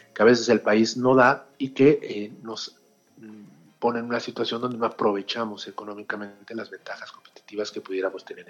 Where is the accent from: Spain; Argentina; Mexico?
Mexico